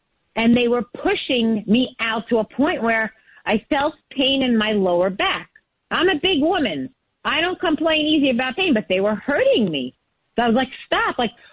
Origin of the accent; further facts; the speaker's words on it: Brooklyn, New York, United States; I was born in Maimonides. I grew up in Flatbush, Brooklyn, always in Borough Park because of my bubby, you know, my grandmother.